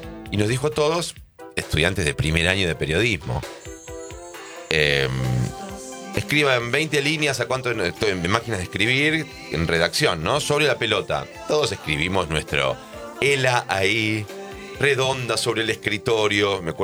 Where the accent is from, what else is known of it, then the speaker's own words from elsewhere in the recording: Buenos Aires, Argentina; Yo una vez dije, yo no puede ser que sea un argentino bastante tanguero como porteño, que me gusta el tango y no haya jugado a la quiniela.